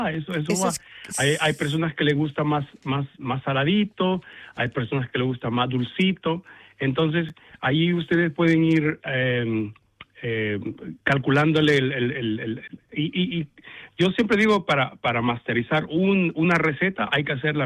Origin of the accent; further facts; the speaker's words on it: El Salvador; moved away as an adult; now in Australia; yo soy de El Salvador